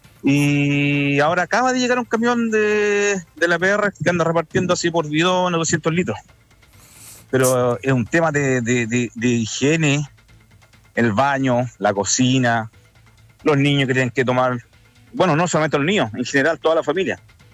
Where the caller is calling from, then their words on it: Metrenco, Araucanía, Chile; somos de acá de Perú, sector Llorenco.